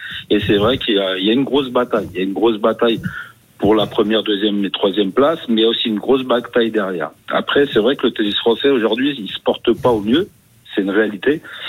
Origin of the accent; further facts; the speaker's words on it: Spain; Ah, je suis espagnol.